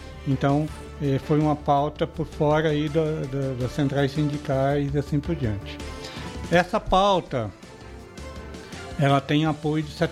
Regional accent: João Pessoa, Paraíba, Brazil; eu sou lá de João Pessoa

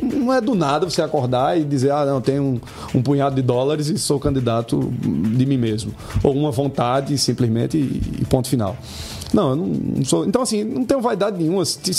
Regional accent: Sousa, Paraíba, Brazil; born there; um candidato de Sousa, que é a minha terra

